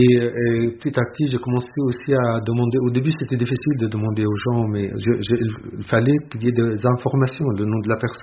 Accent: Palestine; je suis palestinien

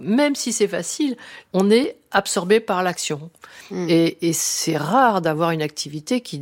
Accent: Fontainebleau, Île-de-France, France; Je me souviens, quand j'étais gamine à Fontainebleau, je pense que c'est ça qui me plaisait

